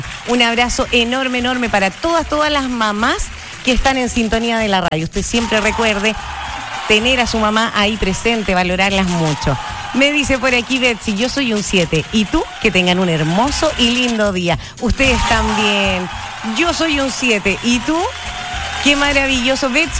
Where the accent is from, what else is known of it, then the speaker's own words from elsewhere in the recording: Osorno, Los Lagos, Chile; No, yo no soy de Temuco, de Osorno.